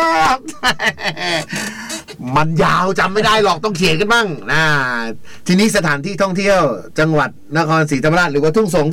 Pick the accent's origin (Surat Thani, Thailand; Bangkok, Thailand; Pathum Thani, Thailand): Pathum Thani, Thailand; เพราะเป็นคนจังหวัดปทุมธานีเหมือนกัน